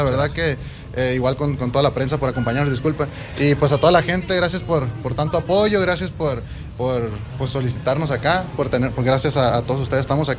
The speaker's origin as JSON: {"language": "Spanish", "region": "Sinaloa", "country": "Mexico", "said": "somos de Sinaloa nosotros"}